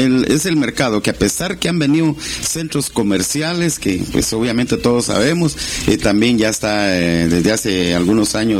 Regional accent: Barberena, Santa Rosa, Guatemala; now in Petén, Guatemala; No, yo soy santarroseño, soy de Barberena, Santa Rosa.

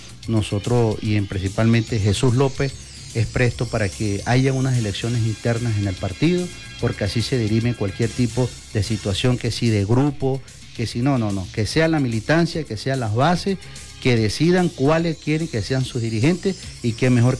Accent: Venezuela; me acuerdo cuando mi niñez, allá en el Grupo Tobar

